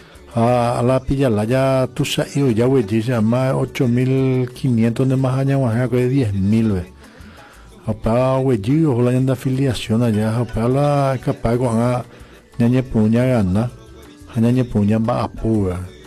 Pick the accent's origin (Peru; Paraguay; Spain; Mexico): Paraguay; porque hoy contemos, todos somos paraguayos y necesitamos que haga una buena administración.